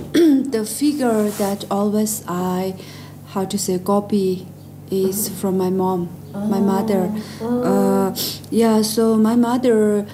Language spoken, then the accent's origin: English; Lhasa, Tibet, China; born there; English is a second language; Since then, we are settled in Lhasa. Oh, I see. And then I was born in Lhasa.